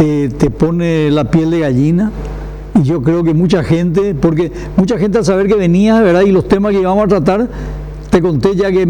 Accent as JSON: {"language": "Spanish", "country": "Paraguay"}